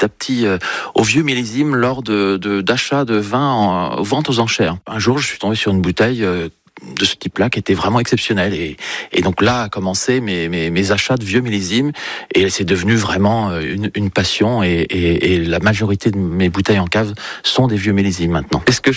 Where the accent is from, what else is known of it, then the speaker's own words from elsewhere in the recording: Alençon, Normandy, France; born there; j'ai 51 ans. Je suis né à Alençon, dans l'Orne, mais je me considère manceau de cœur.